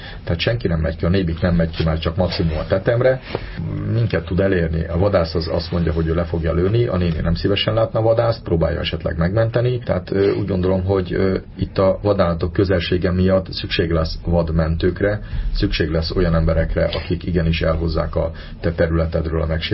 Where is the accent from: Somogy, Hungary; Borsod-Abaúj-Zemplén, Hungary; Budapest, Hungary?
Budapest, Hungary